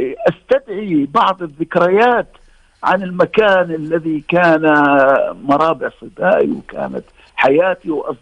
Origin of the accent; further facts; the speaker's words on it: Amman, Amman Governorate, Jordan; عندنا في عمان أسر شركسية وأسر شامية وأسر فلسطينية وأسر عراقية،